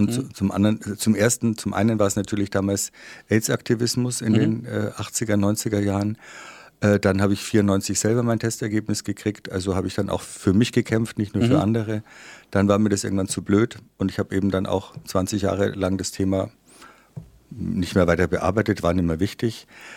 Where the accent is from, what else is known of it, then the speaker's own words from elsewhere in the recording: Bavaria, Germany; Ich komme aus der Oberpfalz, das habe ich schon erzählt. Ich bin der vierte einer fünfköpfigen Pfarrerssohnfamilie, der relativ streng erzogen wurde und dann noch in der Oberpfalz als Protestant in der katholischen Oberpfalz